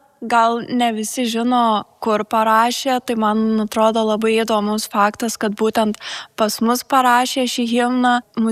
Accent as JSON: {"language": "Lithuanian", "town": "Kudirkos Naumiestis", "region": "Marijampolė County", "country": "Lithuania", "tie": "born or raised there", "also_born_or_lived": "Šakiai / Vilnius", "said": "Taip, esu vietinė, užaugau čia, lankiau Vinco Kudirkos mokyklą ir 9 klasėje išvykau mokintis į Šakių Žiburio gimnaziją. Po mokslų universiteto grįžau čia dirbti."}